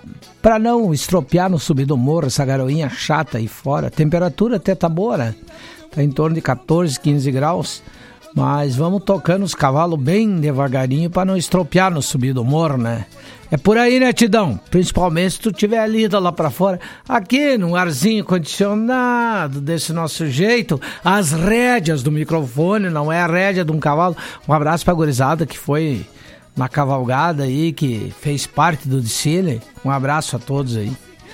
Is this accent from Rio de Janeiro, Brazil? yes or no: no; Monte Alegre dos Campos, Rio Grande do Sul, Brazil; moved away; todos os amigos aí do Monte Alegre dos Campos, minha terra natal